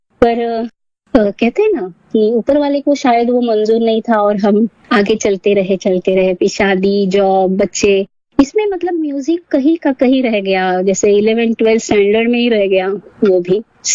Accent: Ahmednagar, Maharashtra, India; जन्म जो है वो अहमदनगर, यानी अभी का जो अहिल्या नगर है, नाम चेंज हो गया है उसका, तो मैं अहमदनगर से हूँ।

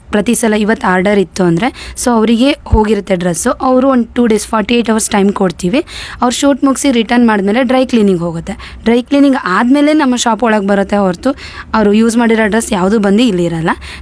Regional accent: Shivamogga, Karnataka, India

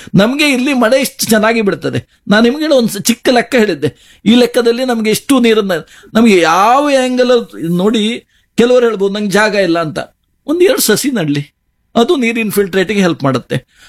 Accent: Coastal Karnataka, India; ನಮ್ಗೆ ಕೋಸ್ಟಲ್ನವರಿಗಂತೂ ಎಸ್ಪೆಷಲ್

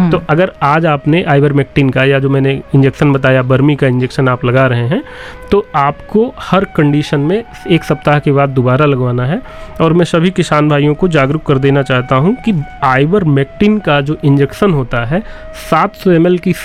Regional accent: Milkipur, Uttar Pradesh, India; पड़ोस का जिला हमारा भी, मैं भी अयोध्या के मिल्कीपुर का रहने वाला हूं

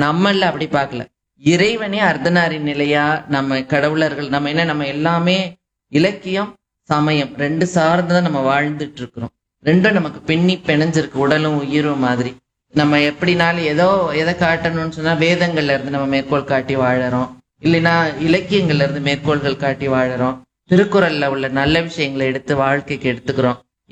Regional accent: Madurai, Tamil Nadu, India; நாங்க பிறந்தது மதுரையில.

